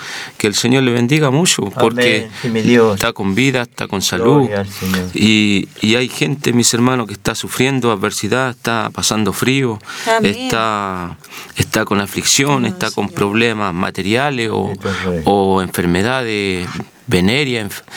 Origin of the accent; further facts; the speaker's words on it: Chile; nosotros como chilenos, como hijos de Dios